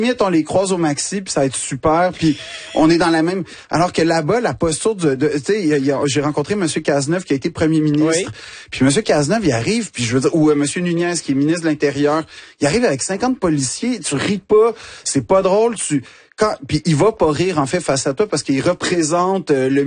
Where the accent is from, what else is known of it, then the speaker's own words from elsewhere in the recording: Quebec, Canada; si il me regarde de haut du fait que je suis québécois